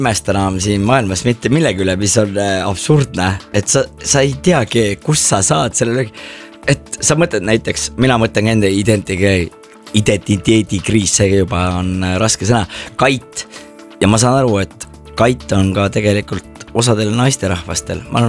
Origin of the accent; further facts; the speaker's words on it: Võru, Võru County, Estonia; ma olen Võrust pärit, ma vabandan, et pole jõudnud, pole 1,5 aastat Võrus käinudki isegi.